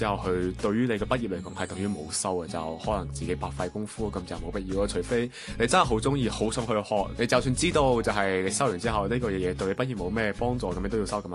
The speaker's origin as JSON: {"language": "Cantonese", "country": "Macau", "said": "大家好，"}